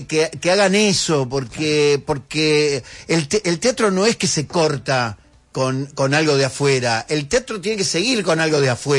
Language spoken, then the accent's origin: Spanish; Munro, Buenos Aires Province, Argentina; porque yo soy de Munro